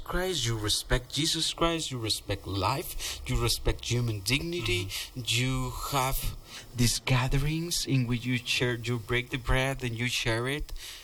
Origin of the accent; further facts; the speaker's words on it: Tepatitlán, Jalisco, Mexico; English is a second language; moved away; I was born and raised in Tepatitlan, Jalisco, Mexico. In Mexico, that lands are lands of martyrs, mm-hmm. many martyrs in there. And our faith is very religious.